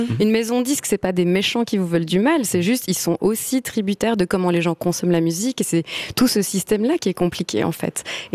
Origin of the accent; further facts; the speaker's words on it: Switzerland; Ah, mais vous n'êtes pas français, vous? Bah non, on est Suisse.